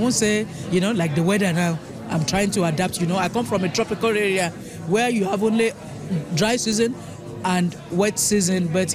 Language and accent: English; Nigeria; moved away as an adult; also born or lived in Edmonton, Canada; now in Regina, Canada; I'm from Nigeria, but I'm now in Regina.